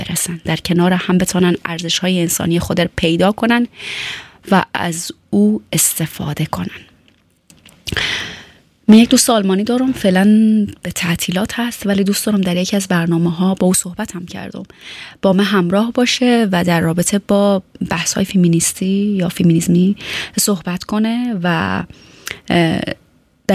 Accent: Afghanistan; من و شما هم از افغانستان آمدیم، بهتره که آبروداری کنیم

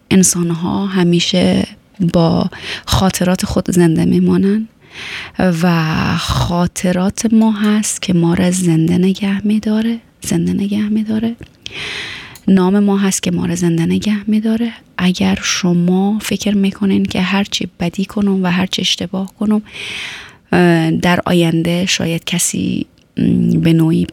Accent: Afghanistan; من و شما هم از افغانستان آمدیم

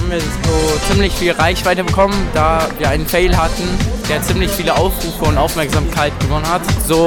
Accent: Hesse, Germany; bin 15 Jahre alt, spiele E-Gitarre bei … An sich Gitarre spiele ich seit etwa 9 bis 10 Jahren. Ja, ich komme aus der Nähe von Frankfurt.

